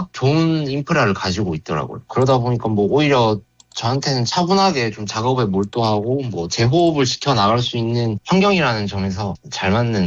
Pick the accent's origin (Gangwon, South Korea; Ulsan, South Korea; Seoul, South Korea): Ulsan, South Korea; 울산 토박이지만